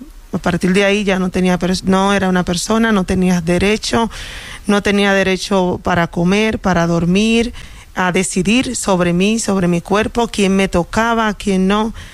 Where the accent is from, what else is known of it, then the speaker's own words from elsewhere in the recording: Dominican Republic; now in Spain; yo soy de origen dominicano. Uh-huh. Y llegué aquí a España en el 2021